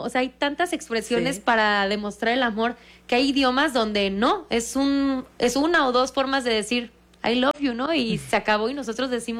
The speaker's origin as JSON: {"language": "Spanish", "region": "Oaxaca", "country": "Mexico", "said": "Yo que soy de Oaxaca, cada vez que dicen queso Oaxaca, se llama quesillo."}